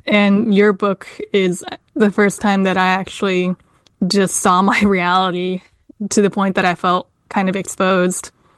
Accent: Knoxville, Tennessee, United States; I am also from Knoxville. I grew up in the same area as you did. We went to the same high school several years apart.

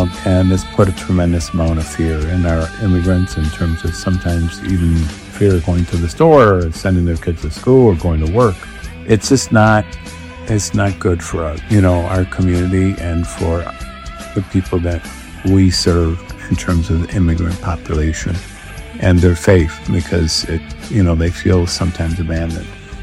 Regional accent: Chicago, Illinois, United States; I grew up here in Pilsen, down the street, but I've been in many places since then.

